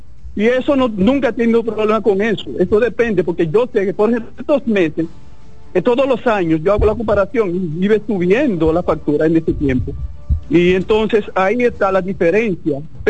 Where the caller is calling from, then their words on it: Los Alcarrizos, Santo Domingo, Dominican Republic; Yo vivo en Los Alcarizos